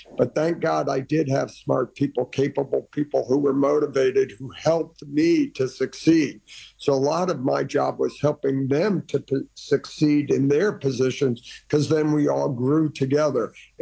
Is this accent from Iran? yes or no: yes; Iran; My brother, my sister, and I as a kid growing up in Iran.